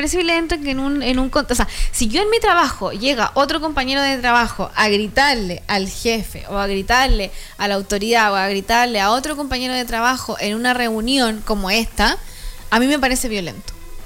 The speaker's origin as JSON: {"language": "Spanish", "country": "Chile", "said": "Que somos chilenos, yo creo que ese es el gran problema."}